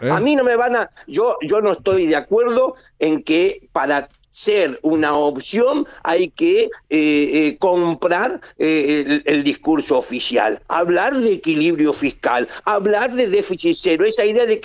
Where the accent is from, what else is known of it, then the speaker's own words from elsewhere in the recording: Argentina; ¿En serio, como argentinos, vamos a tolerar que esta Cristalina Georgieva nos diga que no le preocupa que la Argentina no tenga dinero para pagar la deuda?